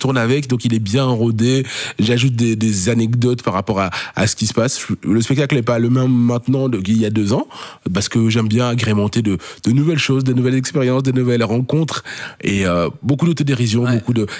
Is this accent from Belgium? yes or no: yes; Belgium; je rigole, hein, moi, je suis belge.